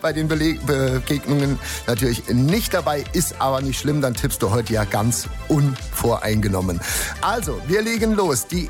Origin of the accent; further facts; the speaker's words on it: Saarland, Germany; ich als Saarländer